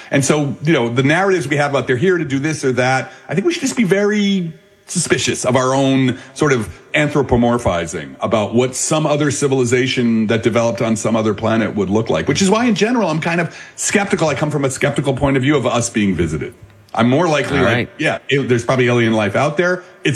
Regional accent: Belleville, New Jersey, United States

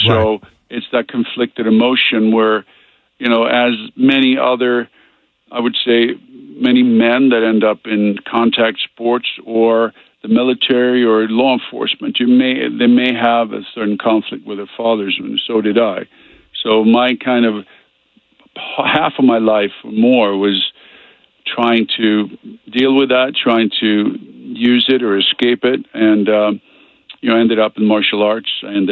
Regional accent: Stockholm County, Sweden; moved away; my personal journey from Sweden, physical journey, but more so emotional journey, where I grew up outside of Stockholm.

